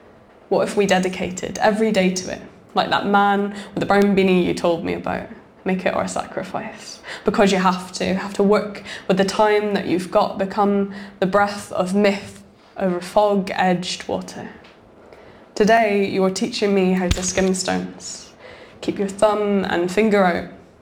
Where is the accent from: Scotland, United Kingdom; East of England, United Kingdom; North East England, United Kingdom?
Scotland, United Kingdom; moved away; I grew up in Scotland